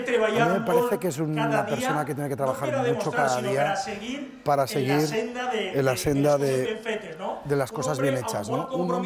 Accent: Valencian Community, Spain; yo siempre lo he dicho, soy valenciano, soy español

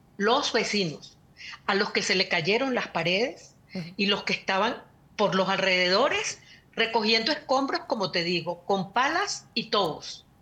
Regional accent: Venezuela; now in Caracas, Venezuela; siempre he vivido en Venezuela. Ah. Nunca he vivido en España y sí, pues estoy en Venezuela, donde he vivido siempre

